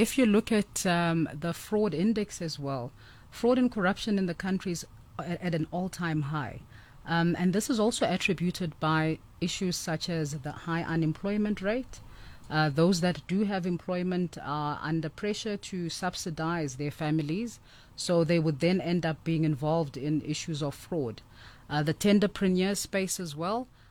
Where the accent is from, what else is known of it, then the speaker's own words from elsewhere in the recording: Johannesburg, Gauteng, South Africa; is a young black girl who was born and raised in Johannesburg. I grew up in the Johannesburg CBD.